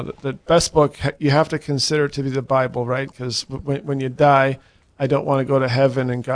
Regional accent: Jamestown, North Dakota, United States; born or raised there; now in Fargo, United States

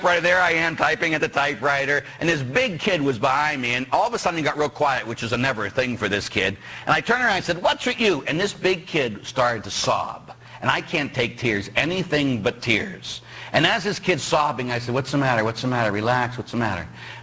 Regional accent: Ireland; Or, Father, we're Irish. We do it when we're drunk.

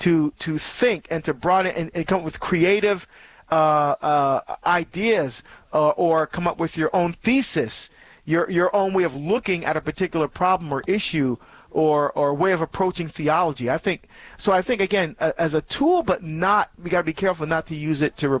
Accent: New Jersey, United States; my home state of New Jersey is running the table today on the calls.

